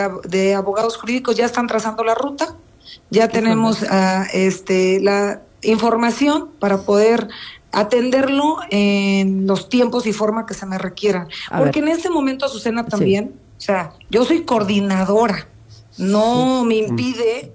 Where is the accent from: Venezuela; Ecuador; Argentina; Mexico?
Mexico; La Manga, La Yesca, Nayarit; also born or lived in California, United States / Tepic, Nayarit; a mí me tocó nacer en Estados Unidos. Desde muy pequeña mis padres me traen de regreso, ellos pudieron regresar a su pueblo, a La Manga, y yo termino de estudiar la primaria en La Manga. Posteriormente toda mi vida pública y privada la he realizado aquí en Nayarit, en la capital.